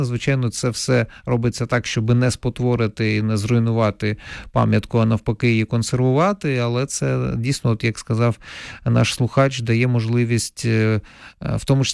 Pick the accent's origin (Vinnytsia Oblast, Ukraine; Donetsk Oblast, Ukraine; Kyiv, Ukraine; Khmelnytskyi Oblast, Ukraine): Donetsk Oblast, Ukraine; я все-таки не з Тернопільщини народ, я родом із Донеччини, так?